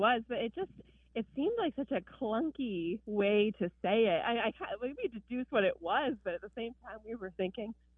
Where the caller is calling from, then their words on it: Pensacola, Florida, United States; I'm calling from Pensacola, Florida.